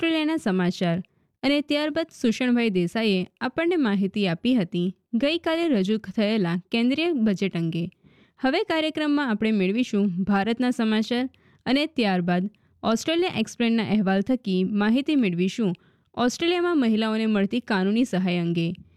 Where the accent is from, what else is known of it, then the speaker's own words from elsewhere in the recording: Sydney, New South Wales, Australia; મિત્રો, હું સિડનીથી છું